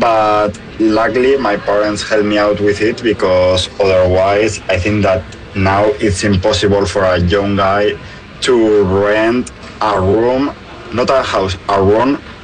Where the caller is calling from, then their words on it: Madrid, Community of Madrid, Spain; That's impossible here in Madrid.